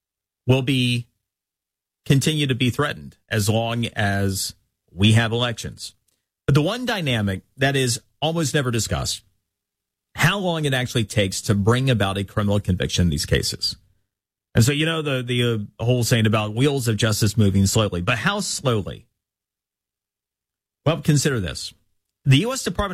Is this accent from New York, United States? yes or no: no; Florida, United States